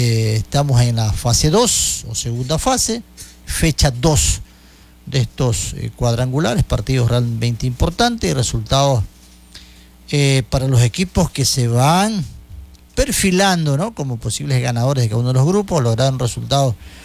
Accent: Quevedo, Los Ríos, Ecuador; Porque somos parte de la provincia de Los Ríos, somos de acá de Quevedo

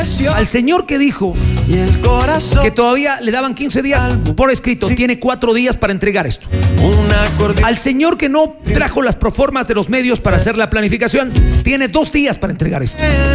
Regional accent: Colombia; Ramiro, soy extranjero colombiano y soy técnico, pero nunca puedo conseguir un trabajo estable.

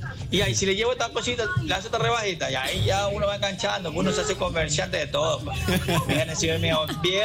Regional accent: Manabí, Ecuador; now in Guayaquil, Ecuador; yo soy nacido, criado en Manabí. Bueno, les repito, tengo ya como 26 años ya viviendo aquí en Guayaquil. Y ya, pues, ya me siento ya también guayaco.

